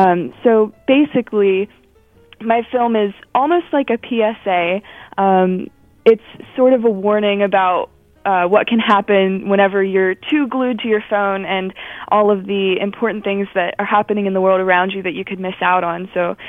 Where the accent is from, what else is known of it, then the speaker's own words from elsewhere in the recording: Bridgeville, Pennsylvania, United States; I'm from Bridgeville, about 20 minutes out of Pittsburgh. And I go to South Fayette High School.